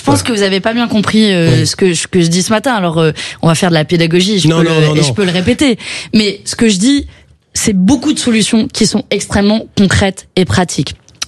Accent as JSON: {"language": "French", "region": "Southern France", "country": "France", "said": "je viens du sud de la France."}